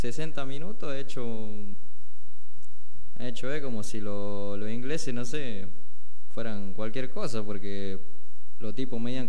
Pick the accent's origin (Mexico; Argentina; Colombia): Argentina; todos los argentinos hinchamos por Paraguay